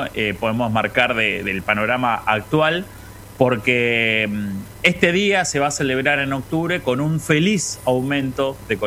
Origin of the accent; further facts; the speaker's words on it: Buenos Aires Province, Argentina; para los que somos del conurbano, los que estamos en provincia